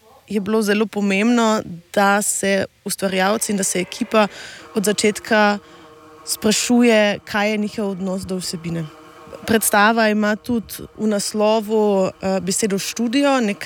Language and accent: Slovenian; Sittersdorf, Carinthia, Austria; moved away as an adult; also born or lived in Vienna, Austria; now in Ljubljana, Slovenia; jaz sem doma iz Gorič pri Žitari vasi. Sem koroška Slovenka in najprej sem študirala na Dunaju vede gledališča, filme in medijev